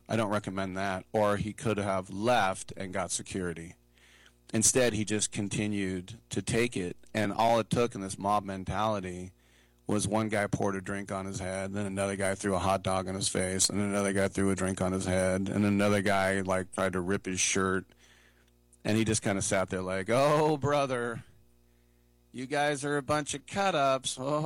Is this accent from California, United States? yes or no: yes; California, United States; as a Californian